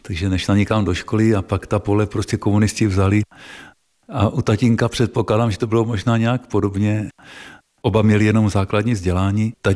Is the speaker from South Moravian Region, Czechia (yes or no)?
no; Petřvald, Moravian-Silesian Region, Czechia; Vlastně ještě v důchodu potom 20 let vařila v hospodě u nás v Petřvaldě.